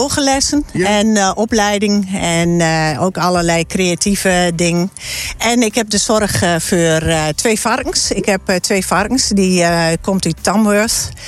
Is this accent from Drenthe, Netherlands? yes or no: yes; Dwingeloo, Drenthe, Netherlands; born there; Ik ben geboren in Dwingel.